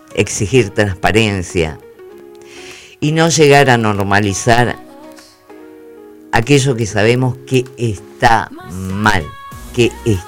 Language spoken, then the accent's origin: Spanish; Argentina; somos argentinos hipócritas